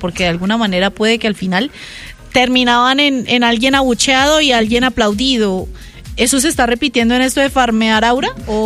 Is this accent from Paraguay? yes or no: no; Colombia; Eso, mami, somos colombianas, ¿qué pasa?